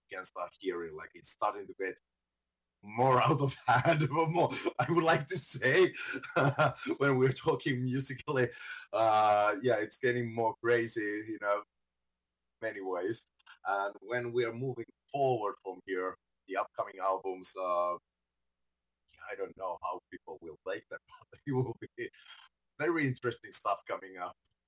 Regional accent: Kouvola, Kymenlaakso, Finland; originally from Kouvola. It's a small town, city in a little bit more eastern side, and that's where the band originally came from.

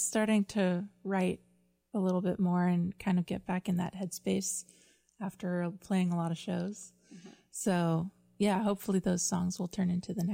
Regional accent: Tucson, Arizona, United States; moved away as an adult; now in Nashville, United States; I'm from Tucson, Arizona, originally

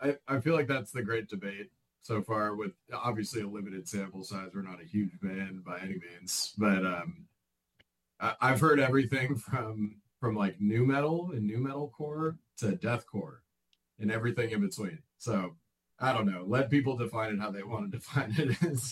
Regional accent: California, United States; now in Sacramento, United States; We grew up in the Bay Area. John still lives there. I live in Sacramento now. Tony's not too far from me, in Elk Grove.

